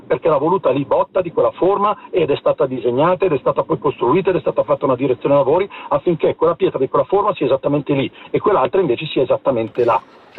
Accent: Ticino, Switzerland; io, che vengo dal Mendrisiotto, da dove vengono le famose foto delle famose ville del signor Botta

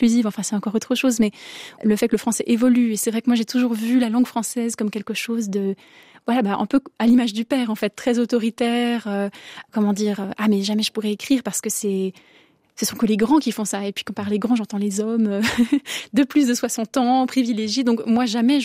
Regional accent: Romandy, Switzerland; et aussi en tant que Suisse, que Suisse romande.

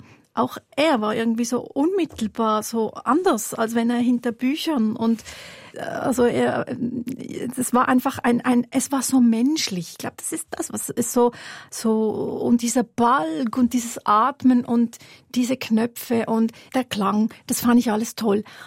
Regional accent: Wollerau, Schwyz, Switzerland; born or raised there

